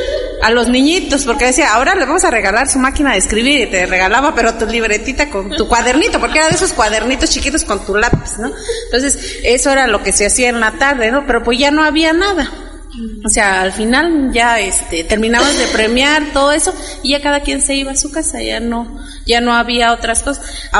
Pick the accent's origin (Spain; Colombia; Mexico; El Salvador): Mexico